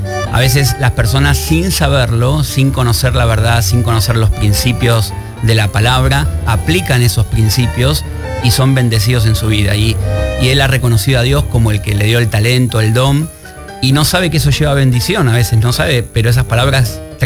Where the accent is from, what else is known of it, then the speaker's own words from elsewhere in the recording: Buenos Aires Province, Argentina; Bien porteño, aunque vivía a unos 40 minutos de lo que es la capital, pero pleno Buenos Aires.